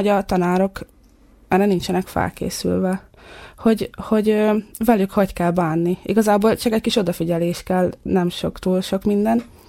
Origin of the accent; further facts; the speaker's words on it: Jász-Nagykun-Szolnok, Hungary; moved away; én az Alföldről jövök, így Tiszarov, Tiszabura, Abátszalók.